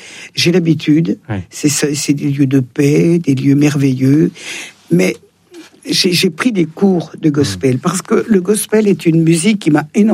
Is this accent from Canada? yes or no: no; Auvergne-Rhône-Alpes, France; savoyarde. J'ai des habitudes savoyardes. Je suis plus savoyarde que française. D'ailleurs, les Savoyards, on est français depuis 150 ans.